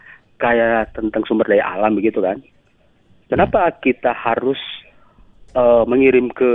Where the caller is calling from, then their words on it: North Sulawesi, Indonesia; Saya Minahasa Selatan, Sulawesi Utara.